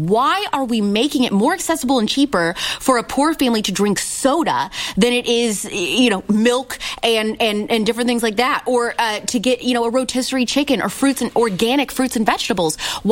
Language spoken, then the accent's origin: English; Midwest, United States; I'm from the Midwest.